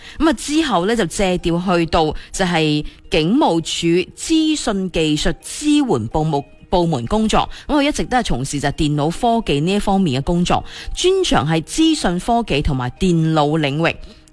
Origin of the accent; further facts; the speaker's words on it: Foshan, Guangdong, China; 咁亦都系有嚟自我哋顺德乐松嘅老乡，亦都系我哋佛山人啦。